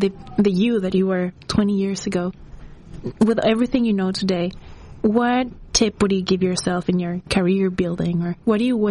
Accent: Mexico; now in Boston, United States; I'm from Mexico

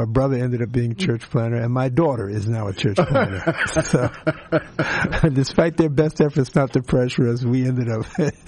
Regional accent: Philadelphia, Pennsylvania, United States; In Philadelphia, absolutely, yeah.

